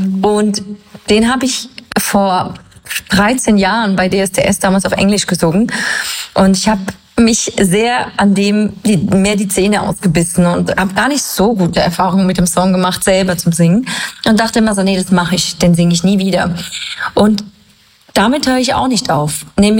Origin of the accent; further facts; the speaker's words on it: Switzerland; Ich bin Schweizerin, ich liebe meine Heimat.